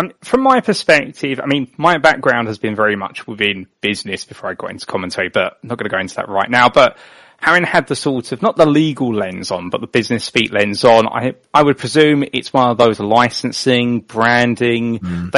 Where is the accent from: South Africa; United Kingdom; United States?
United Kingdom; I was very sheltered because, of course, growing up in the United Kingdom and watching British motorsport and Formula One